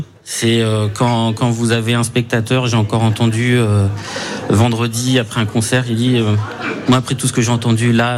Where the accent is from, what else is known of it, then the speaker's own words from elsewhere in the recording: Coutances, Normandy, France; je suis coutancé. Je suis né à Coutances